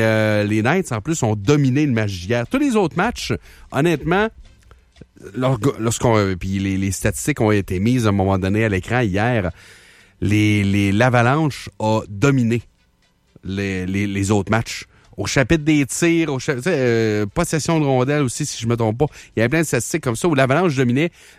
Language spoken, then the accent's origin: French; Gatineau, Quebec, Canada; Moi, je suis quelqu'un de Gatineau.